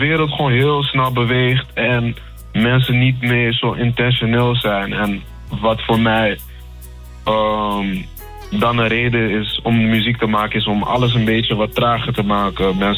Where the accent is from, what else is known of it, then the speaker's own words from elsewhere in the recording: Netherlands; ik ben in Nederland opgegroeid, ook hier geboren, maar ik ga heel vaak terug naar Ghana en heb sterke roots daar.